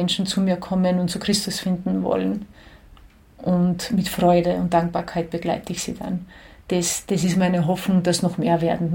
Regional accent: Đakovo, Osijek-Baranja County, Croatia; born or raised there

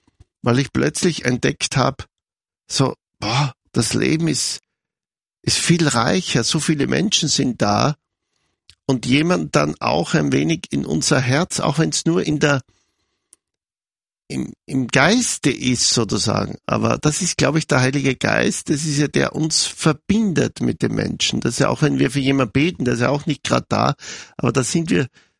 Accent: Styria, Austria; Ich komme selber aus der Südoststeiermark von einem kleinen Bauernhof.

